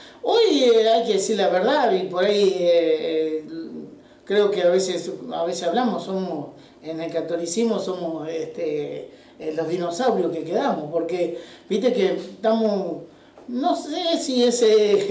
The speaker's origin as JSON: {"language": "Spanish", "town": "San Justo", "country": "Argentina", "tie": "born there"}